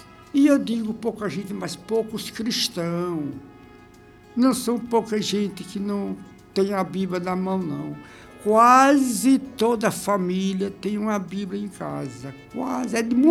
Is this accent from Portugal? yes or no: no; Itabaiana, Sergipe, Brazil; now in Lagarto, Brazil; Eu estou em Lagarto há 46 anos. Sou de Itabaiana e cheguei em Lagarto no ano de 80, final de 79.